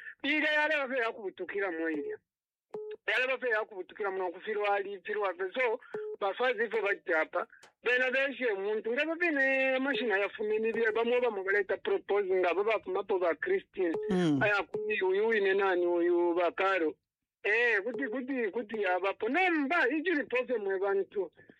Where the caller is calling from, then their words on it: Lusaka, Lusaka Province, Zambia; I'm calling you from within Lusaka.